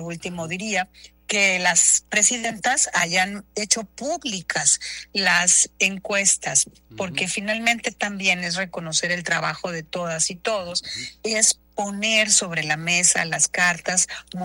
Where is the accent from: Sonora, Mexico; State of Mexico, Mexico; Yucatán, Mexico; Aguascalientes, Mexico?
Sonora, Mexico; yo soy mexicana, hija de padres mexicanos, y bueno, muy orgullosa de ser mexicana, de ser sonorense